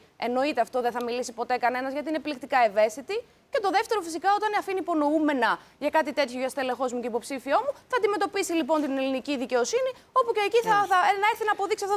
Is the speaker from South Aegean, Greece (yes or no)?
no; Eastern Macedonia and Thrace, Greece; Σίγουρα όμως θα είμαι στην πατρίδα μου στον Εύρο.